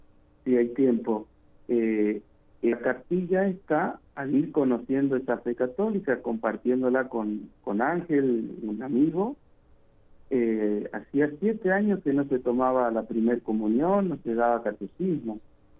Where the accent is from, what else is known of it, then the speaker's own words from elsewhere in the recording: Argentina; Soy argentino, viviendo en la parte norte de la Argentina, una provincia que se llama El Chaco